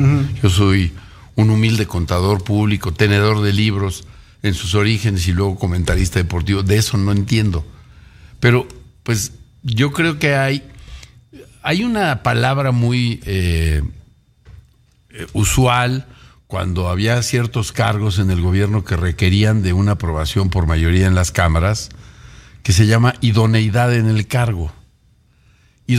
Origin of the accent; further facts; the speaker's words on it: Mexico; lo que yo quisiera como mexicano